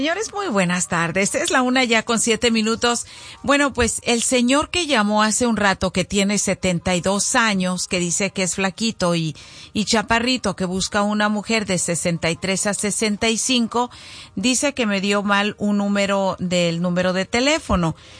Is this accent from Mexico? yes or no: yes; Zacoalco de Torres, Jalisco, Mexico; born there; moved away; de allá de mi pueblo de Zacualco de Torres, Jalisco.